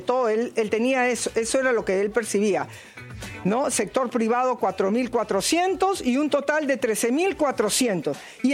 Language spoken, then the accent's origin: Spanish; Peru; Yo le deseo, como madre, como hija, como peruana, lo mejor es de los éxitos.